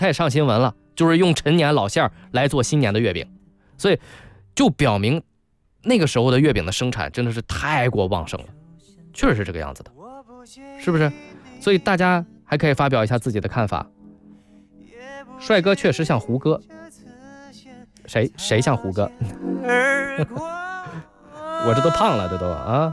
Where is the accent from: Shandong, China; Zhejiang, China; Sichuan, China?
Shandong, China; 因为我是小时候在山东长大的，